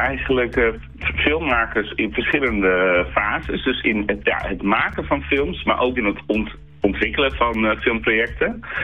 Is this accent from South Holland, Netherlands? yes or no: no; Friesland, Netherlands; Nou, ik kom uit Friesland